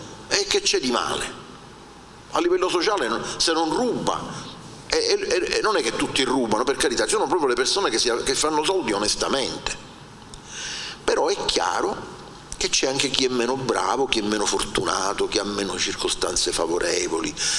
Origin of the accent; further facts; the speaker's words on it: Palermo, Sicily, Italy; io vengo da Palermo, città disastrata dal sacco edilizio